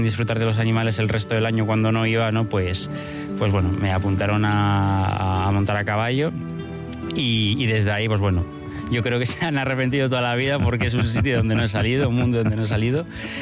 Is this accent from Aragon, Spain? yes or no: no; Bilbao, Basque Country, Spain; born there; Yo nací en Bilbao, sí, sí, sí, sí.